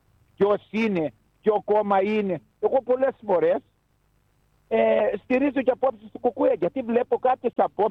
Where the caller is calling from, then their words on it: Samos, North Aegean, Greece; Μ' αφορά ο τόπος μου να πηγαίνει ο Σαμιώτης καλά, να πηγαίνει η πατρίδα μου καλά.